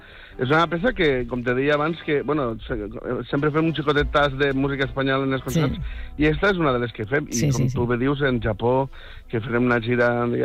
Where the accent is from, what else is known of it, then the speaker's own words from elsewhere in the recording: Vila-real, Valencian Community, Spain; born there; del meu poble, de Villarreal